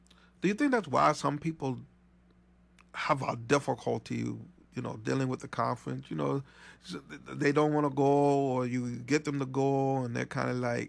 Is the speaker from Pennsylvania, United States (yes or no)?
yes; Pennsylvania, United States; we're from Pennsylvania.